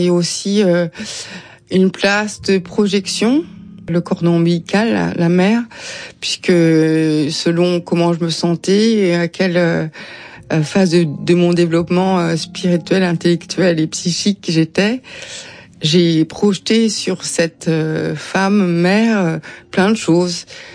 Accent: France; accent: French; J'ai un peu honte de mon accent de française. Par contre, si vous me mettez en pleine campagne au Vietnam, je me débrouille très très bien.

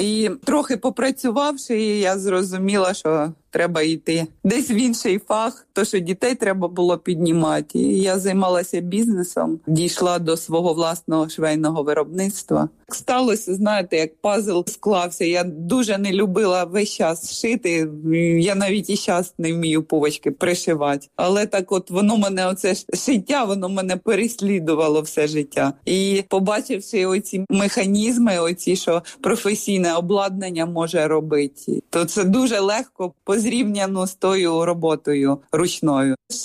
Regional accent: Brailiv, Vinnytsia Oblast, Ukraine; Родом я з Вінниччини, СМТ Браїлі, Жмеринського району Вінницької області.

